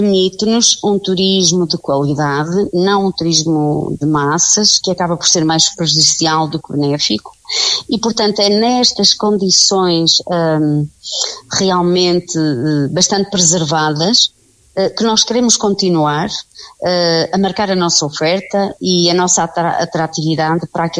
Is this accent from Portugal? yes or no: yes; Veloso, North, Portugal; moved away; eu como oriunda da Serra de Montemuro, sou mesmo oriunda da aldeia de Veloso